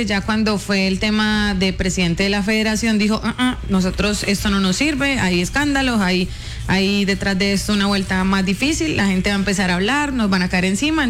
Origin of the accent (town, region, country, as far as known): Colombia